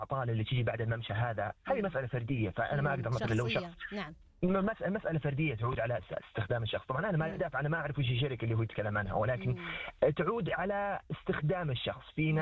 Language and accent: Arabic; Saudi Arabia; موجودة عندنا بالسعودية،